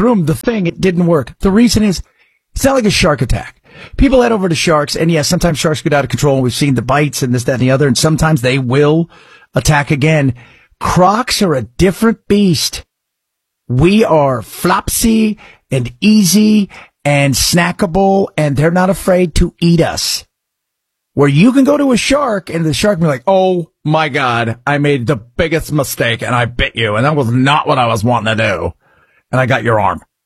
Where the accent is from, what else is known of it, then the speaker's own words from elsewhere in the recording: Long Beach, California, United States; I was born and raised in California. Born and raised in California. I'm 54. I've probably spent almost 40 years of my life in California.